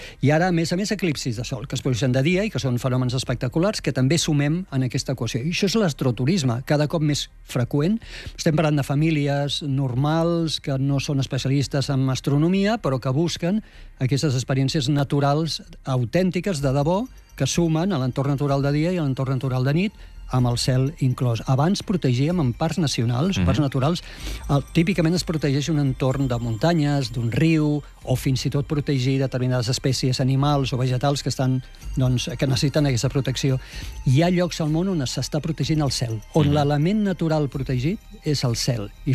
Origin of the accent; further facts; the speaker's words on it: Tarragona, Catalonia, Spain; born there; jo que sóc nascut a Tarragona, doncs Camp de Tarragona...